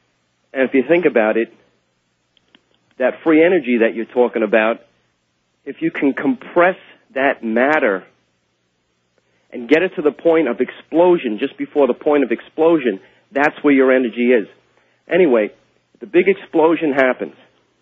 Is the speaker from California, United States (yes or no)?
no; Long Island, New York, United States; I'm from Long Island, New York.